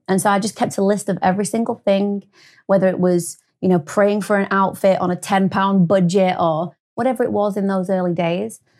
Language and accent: English; Barnsley, Yorkshire and the Humber, United Kingdom; born there; I was born in Barnsley in the north of England, and I still only live a stone throw from there. So although I travel a lot, I'm still kind of a northern lass.